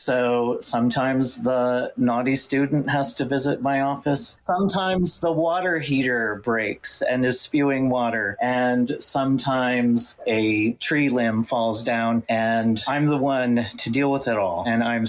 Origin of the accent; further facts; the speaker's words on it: Pennsylvania, United States; moved away as an adult; also born or lived in South Korea; now in Vermont, United States; I am originally from Western Pennsylvania. I ended up over in South Korea working at a Christian international school there.